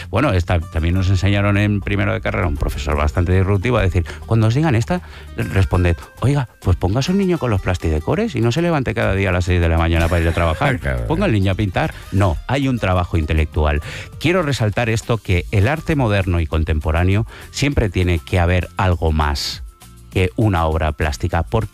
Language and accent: Spanish; Sant Feliu de Llobregat, Catalonia, Spain